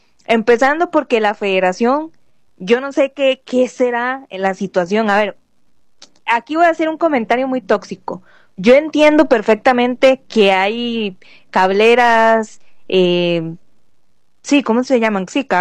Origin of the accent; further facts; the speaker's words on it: Costa Rica; como buenos ticos y futboleros que somos